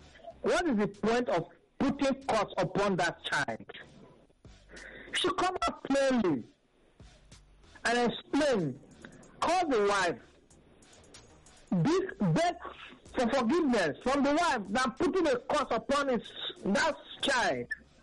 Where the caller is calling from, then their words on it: Ikoto, Eastern Equatoria, South Sudan; I'm calling from Ikoto.